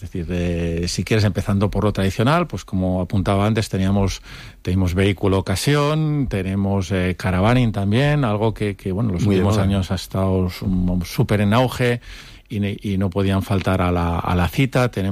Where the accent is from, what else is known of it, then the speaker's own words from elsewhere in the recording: Cantabria, Spain; de mi tierra, los sobaos y las anchoas de Cantabria